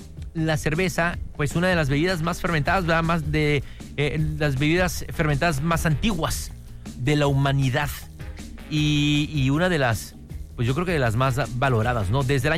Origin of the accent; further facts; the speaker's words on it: Mérida, Yucatán, Mexico; No, espérame, soy de Mérida, no soy norteño.